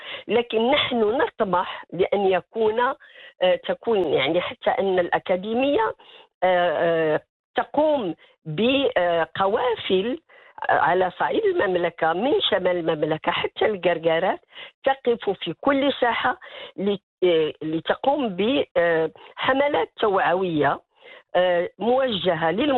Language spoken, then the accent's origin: Arabic; Morocco; نحن كمغاربة